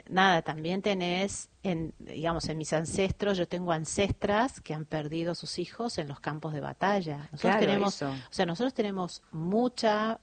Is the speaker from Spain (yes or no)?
no; Buenos Aires, Argentina; born there; No, yo nací en Capital, pero